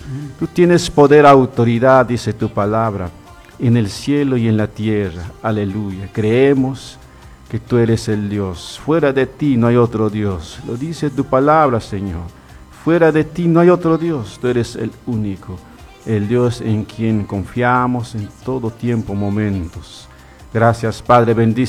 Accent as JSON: {"language": "Spanish", "town": "Misión Chaqueña", "region": "Salta", "country": "Argentina", "said": "así que bueno, yo me presento. Soy de Misión Chaqueña"}